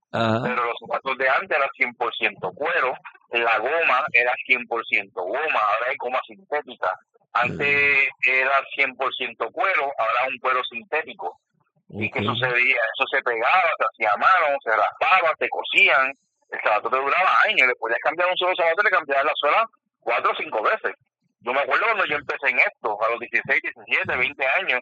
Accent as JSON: {"language": "Spanish", "town": "Bayamón", "country": "Puerto Rico", "tie": "born or raised there", "said": "Yo soy de Bayamón, nacido en Bayamón."}